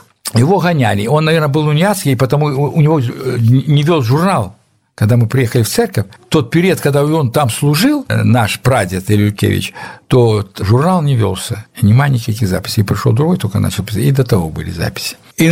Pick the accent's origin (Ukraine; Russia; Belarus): Belarus; Я доведался то, что я белорус первый раз, когда учился в этом, осмысленно, когда учился уже в институте, в МВТУ в Москве приехал